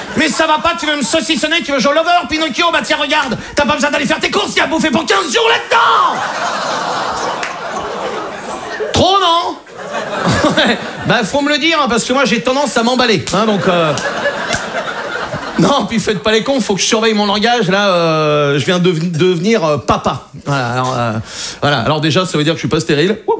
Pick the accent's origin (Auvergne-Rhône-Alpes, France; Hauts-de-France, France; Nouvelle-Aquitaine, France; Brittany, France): Brittany, France; je suis breton, j'ai 21 ans